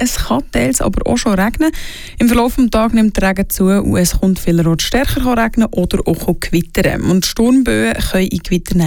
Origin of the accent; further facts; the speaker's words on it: Switzerland; Bei uns in der Schweiz ist ein Kirche etwas ganz Normales.